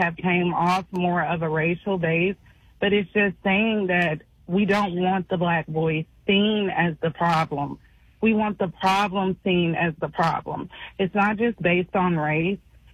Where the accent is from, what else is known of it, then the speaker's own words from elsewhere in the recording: Champaign, Illinois, United States; now in Urbana, United States; So I'm born and raised in Champaign. My family is from Champaign, Urbana. My mom is also, her family migrated from Mississippi, as well as my dad's family migrated